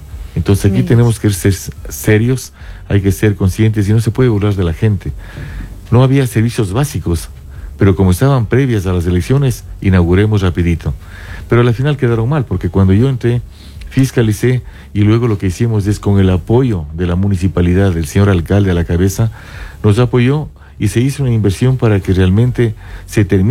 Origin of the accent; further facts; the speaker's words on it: San Antonio de Ibarra, Imbabura, Ecuador; yo soy de San Antonio.